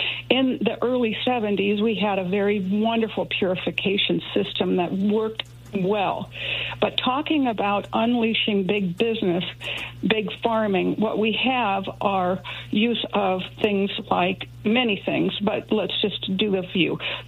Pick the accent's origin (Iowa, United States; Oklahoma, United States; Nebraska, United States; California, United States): Iowa, United States; I am a former Iowan myself. I grew up in Iowa.